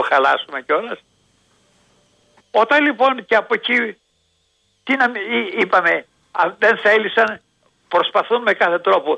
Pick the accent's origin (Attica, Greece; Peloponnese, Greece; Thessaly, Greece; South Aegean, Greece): Attica, Greece; Athens; also born or lived in Macedonia; γεννημένος, όταν ήταν πατέρα μου αξιωματικός, και ενός μηνός ήρθαμε, ένα χρόνο ήρθα στην Αθήνα. Είμαι όμως Μακεδόνας.